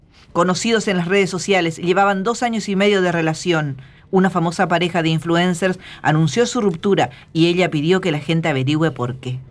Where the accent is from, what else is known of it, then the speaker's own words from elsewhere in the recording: Loreto, Corrientes, Argentina; mis abuelos hablaban guaraní, yo me crié en Loreto escuchándolos hablar guaraní